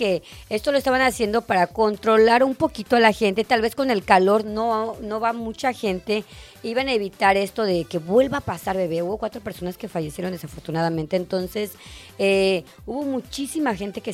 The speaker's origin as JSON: {"language": "Spanish", "country": "Mexico", "said": "somos mexicanos y vamos a ser realistas"}